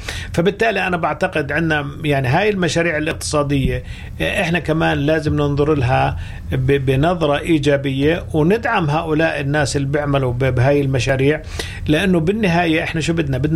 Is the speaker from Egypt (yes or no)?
no; Palestine; إحنا كمان كفلسطينيين